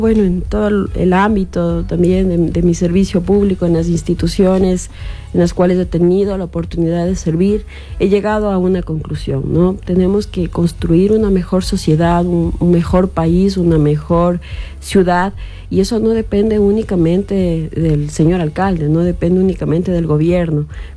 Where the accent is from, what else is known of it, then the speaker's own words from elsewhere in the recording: Ecuador; nos ha complicado a nosotros como ecuatorianos